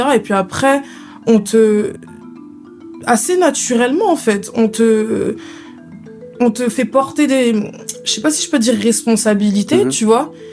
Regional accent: DR Congo; also born or lived in Paris; Ouais, je suis congolaise.

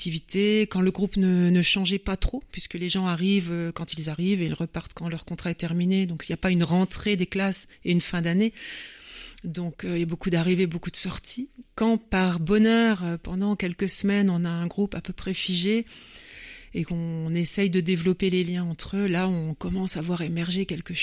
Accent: France; Oui, mais même en tant que Français

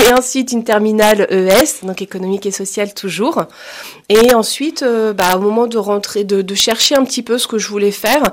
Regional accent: Île-de-France, France; J'ai grandi en région parisienne, dans le Val-de-Marne.

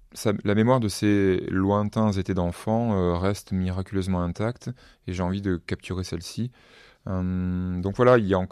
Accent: Avignon, Provence-Alpes-Côte d'Azur, France; born there

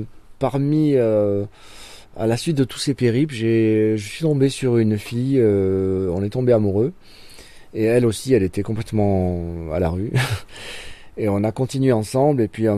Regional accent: Fontvieille, Provence-Alpes-Côte d'Azur, France; also born or lived in Arles; Alors moi, je suis né à Arles. J'ai grandi à 10 km d'Arles, dans un petit village, le village d'Alphonse Daudet, en face de la rue de la chèvre de Monsieur Seguin. C'était Fontvieille, en fait.

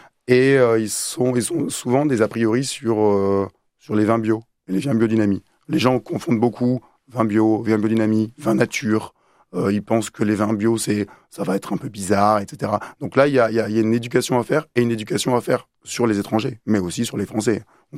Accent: Bordeaux, Nouvelle-Aquitaine, France; moi, en tant que Bordelais

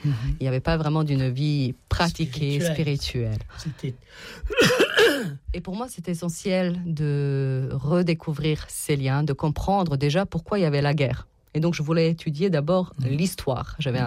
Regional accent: Serbia; now in France

